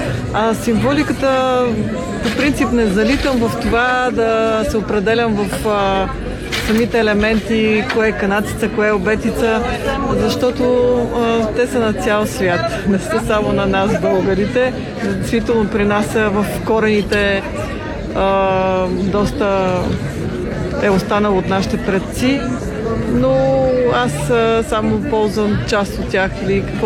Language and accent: Bulgarian; Sofia, Sofia City, Bulgaria; родом съм от София